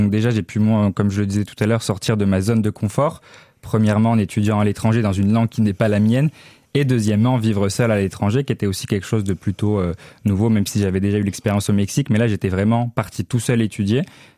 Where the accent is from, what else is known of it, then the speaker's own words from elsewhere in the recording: France; Moi, je me présentais à tous les professeurs en disant que j'étais Erasmus, que je venais de France